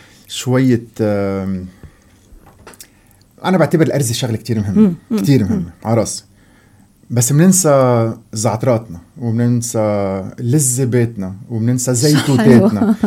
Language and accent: Arabic; Lebanon; ومش لأني أنا لبناني